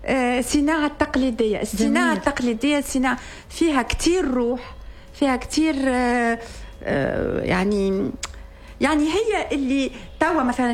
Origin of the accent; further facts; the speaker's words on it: Djerba, Medenine, Tunisia; انا من منطقة في جربة اسمها جزيرة من الجنوب التونسي،